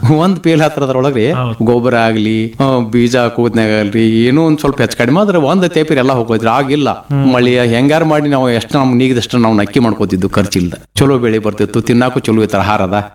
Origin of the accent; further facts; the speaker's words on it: Karnataka, India; ನಮ್ಮ ಊರ ತಪ್ಸಿ ಕೆಮ್ಮಣಕುಲ್ರಿ, ಗೋಕಾಕ್ ತಾಲೂಕ ಹಳ್ರಿ, ಅರವಾ ವಿಭಾಗ. ನಮ್ಮ ತಾಯಿ ಊರ ಪಟ್ಟುಕುಂದ್ರಿ. ನಾವು ವಿದ್ಯಾ ಕಲಿತದ್ದು ನಮ್ಮ ತಾಯಿ ಊರಾಗ, ಈಗ ನಾವು ಇರುದು ನಮ್ಮ ತಂದೆ ಊರಾಗ.